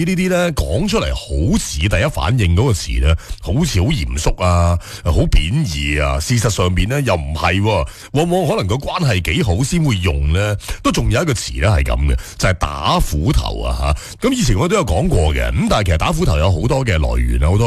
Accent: Guangdong, China; 即係我哋广东人讲呢

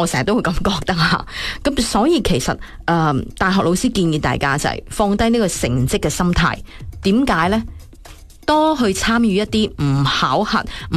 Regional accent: Guangdong, China; 我们广东人最喜欢找东西吃的

